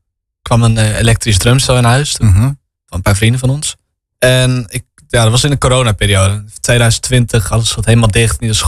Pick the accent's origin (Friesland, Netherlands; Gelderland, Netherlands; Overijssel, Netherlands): Gelderland, Netherlands; Culemborg; Ja, ik kom uit Culemborg. Het is echt wel een bluesstad.